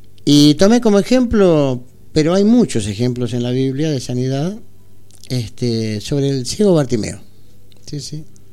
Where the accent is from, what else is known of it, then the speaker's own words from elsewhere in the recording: Argentina; somos argentinos y tenemos un corazoncito con la azul y blanca.